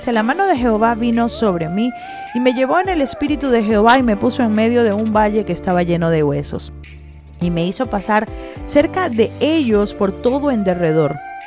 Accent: Venezuela

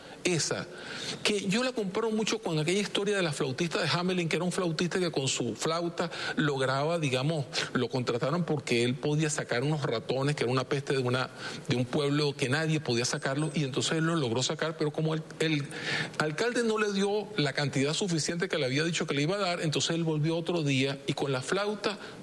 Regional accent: Venezuela; Eso somos los venezolanos

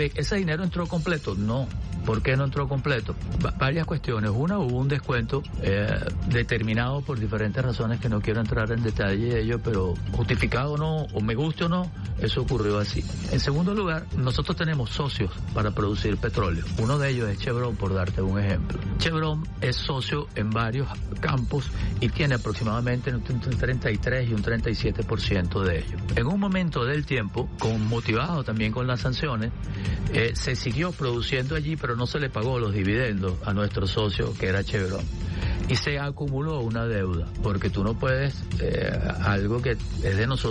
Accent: Venezuela; yo como venezolano lo siento en mi bolsillo

